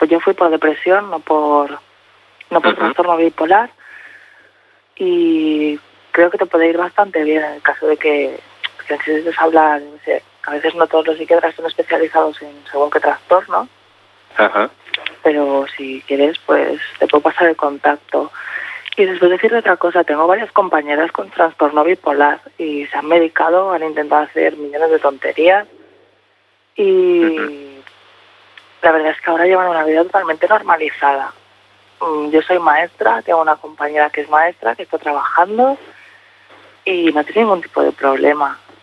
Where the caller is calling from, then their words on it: Mallorca, Balearic Islands, Spain; yo soy de Mallorca